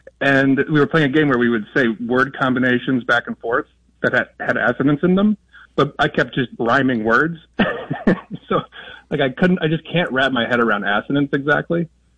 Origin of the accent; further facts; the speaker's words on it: Los Angeles, California, United States; I'm from Los Angeles.